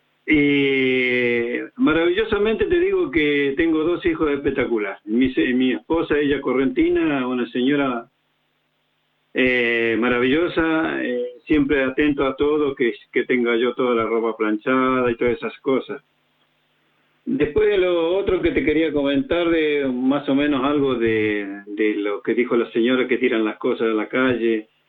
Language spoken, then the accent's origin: Spanish; Chile; also born or lived in San Martín, Mendoza, Argentina; yo soy nacido en San Martín, Mendoza, pero me criaron en Chile, no sé si te acordás.